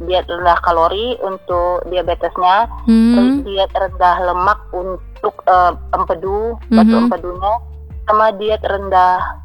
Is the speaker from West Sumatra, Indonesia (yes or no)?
yes; Padang, West Sumatra, Indonesia; Iya, mama orang Padang, lahir besar di Padang. Karena juga lahir besar di Padang.